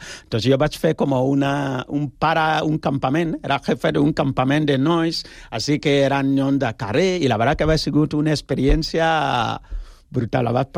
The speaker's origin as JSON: {"language": "Catalan", "country": "Ghana", "second_language": "Catalan", "moved": "yes", "lives_now": "Spain", "said": "jo soc de Ghana, tu imagina que jo vinc aquí amb un taparrabo o una lanança, això no és així. Entonces, clar, jo si vinc a Catalunya, com mínim, aprendre la llengua catalana"}